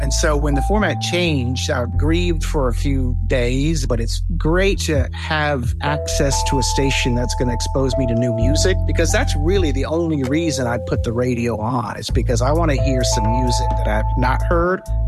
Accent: Nashville, Tennessee, United States; from Nashville, and I support

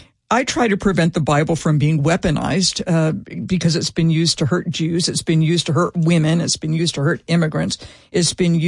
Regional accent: North Dartmouth, Massachusetts, United States; born or raised there

